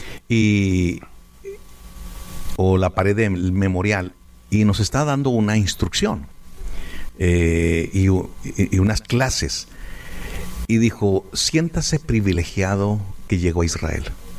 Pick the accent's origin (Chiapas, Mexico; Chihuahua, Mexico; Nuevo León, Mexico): Chihuahua, Mexico; Ciudad Juárez; En cada estado que estamos, nosotros somos de Ciudad Juárez.